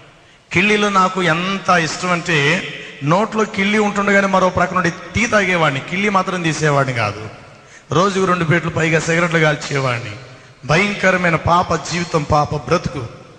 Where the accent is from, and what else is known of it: Rajahmundry, Andhra Pradesh, India; born or raised there